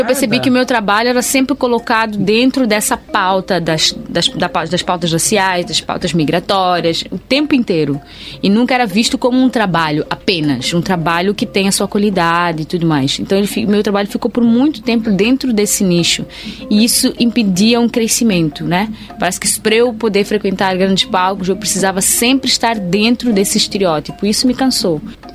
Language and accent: Portuguese; Mozambique; É muito interessante isso, que mesmo sendo moçambicana, tem muita coisa sobre a minha cultura que eu não sei.